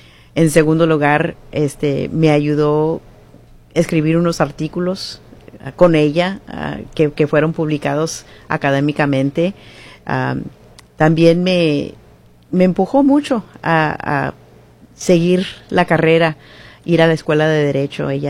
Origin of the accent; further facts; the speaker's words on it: Mexico; now in United States; siendo una persona mexicana y una mujer